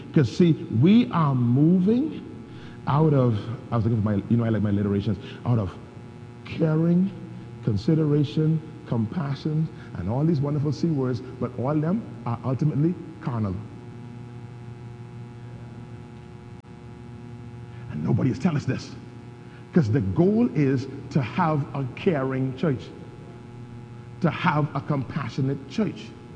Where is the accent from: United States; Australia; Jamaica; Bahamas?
Bahamas; Nassau, New Providence; I'm from Nassau.